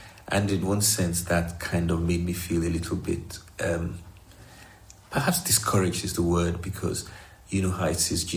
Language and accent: English; Nigeria; now in Lancaster, United Kingdom; I grew up in Nigeria, and Nigeria is a very highly spiritual country in the sense that, you know, you have to know what faith you're in. You have to know whether you're Christian or Muslim.